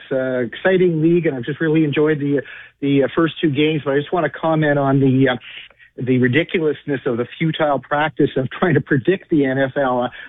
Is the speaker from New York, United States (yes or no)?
no; Chicago, Illinois, United States; now in Santa Monica, United States; Well, I'm originally from Chicago, so I guess the Bears.